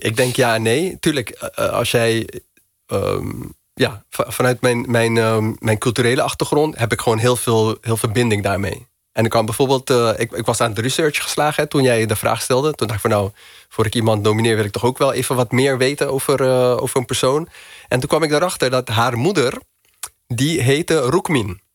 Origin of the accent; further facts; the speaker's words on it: Rotterdam, South Holland, Netherlands; Ik kom uit Rotterdam